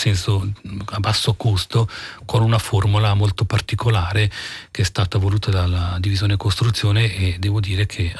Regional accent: Peccia, Ticino, Switzerland; io sono originario del piano di Pecia, il comune sta adesso eseguendo diversi lavori importanti.

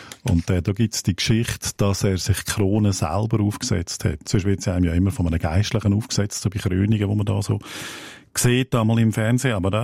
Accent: Aargau, Switzerland; accent: Aargau dialect; habe ich heute aus meinem eigenen Dialekt entlehnt

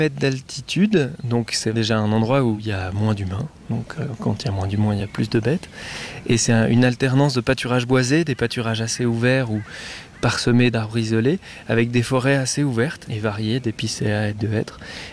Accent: France; ici on est dans une forêt du Jura que j'aime beaucoup, pas très très loin de là où j'ai grandi.

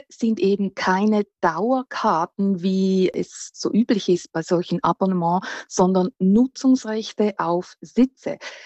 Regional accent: Switzerland; now in Mexico; Also wie bei uns in der Schweiz im Zivilrecht ist es auch hier in Mexiko so.

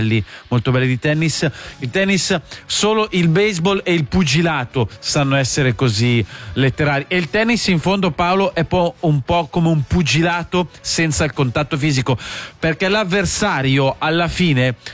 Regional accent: Lugano, Ticino, Switzerland; Non sono di Bozzoreta, Lugano.

